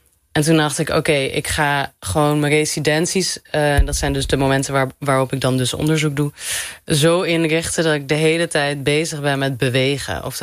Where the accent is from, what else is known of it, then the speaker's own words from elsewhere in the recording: Morocco; ik heb een hele Marokkaanse opvoeding gehad. Ik ben voor een groot deel ook door mijn grootmoeder opgevoed. En ik kom uit Marokko en het is een islamitisch land